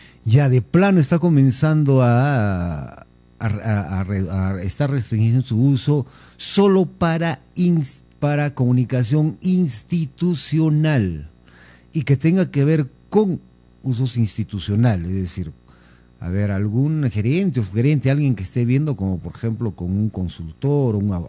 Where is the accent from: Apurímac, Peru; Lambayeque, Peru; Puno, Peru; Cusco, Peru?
Apurímac, Peru; Abancay; Abancay. ¡Wow! Mi tierra linda